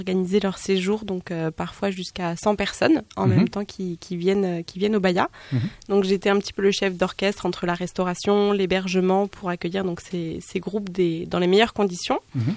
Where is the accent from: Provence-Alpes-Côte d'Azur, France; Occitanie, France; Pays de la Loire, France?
Pays de la Loire, France; Les Sables-d'Olonne; moved away as an adult; Je suis vendéenne, donc des Sables d'Olonne. Mm-hmm. Et je suis arrivée dans la région il y a une dizaine d'années maintenant.